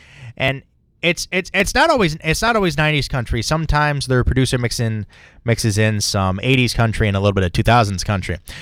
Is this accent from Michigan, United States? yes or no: no; Olean, New York, United States; growing up in the Olean area as a kid, you heard a lot of country music on our country radio cohort down here